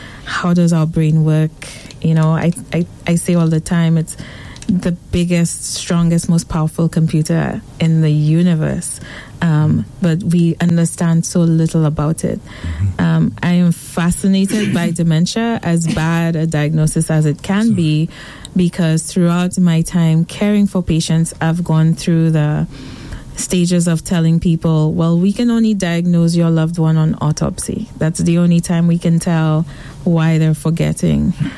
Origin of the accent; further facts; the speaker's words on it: Castries, St. Lucia; also born or lived in St. George's, Grenada; I am from Castries. I'm a Castries girl. I trained in St. George's in Grenada.